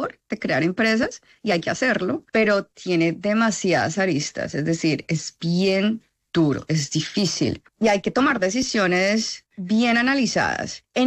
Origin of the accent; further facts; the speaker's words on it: Colombia; Entonces, inicialmente pues somos dos colombianos y decidimos montar el equipo en Colombia en el 22